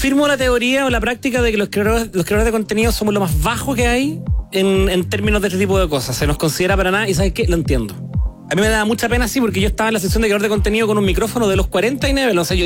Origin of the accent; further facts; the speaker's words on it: Chile; Así que le pude decir a Tom que soy de Chile.